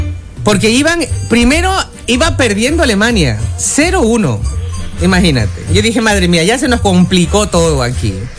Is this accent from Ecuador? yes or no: yes; Ecuador; como una ecuatoriana que estoy un poquito decepcionada, ¿no?